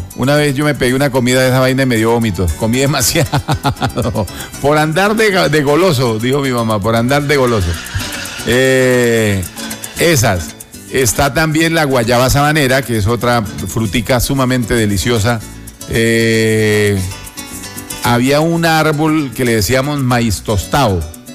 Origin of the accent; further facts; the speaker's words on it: Llanos Orientales, Colombia; now in Piedemonte Llanero, Colombia; las frutas silvestres del llano de donde yo vengo